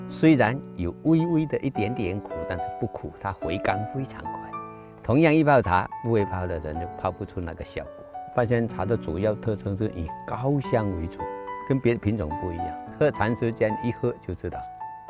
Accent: Zhao'an, Fujian, China; 我是诏安土生土长的农民，

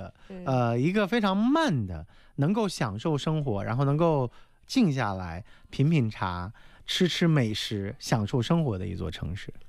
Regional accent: Fujian, China

